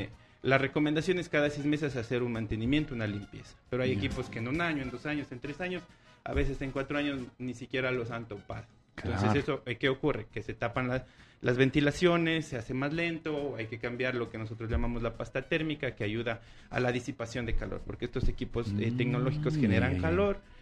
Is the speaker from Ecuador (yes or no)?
yes; San Gabriel, Carchi, Ecuador; De San Gabriel, San Gabrieleño de corazón, ….